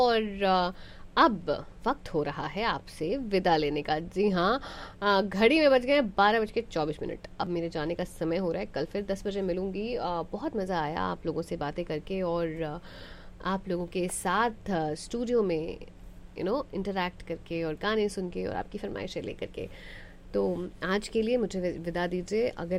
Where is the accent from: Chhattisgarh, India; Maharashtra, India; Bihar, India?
Bihar, India; Patna; now in Dallas, United States; हम बिहार से हैं, पटना से हैं और डैलस में हैं